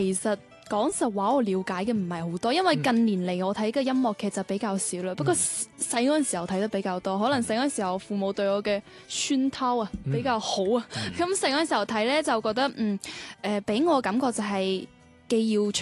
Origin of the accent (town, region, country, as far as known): Guangdong, China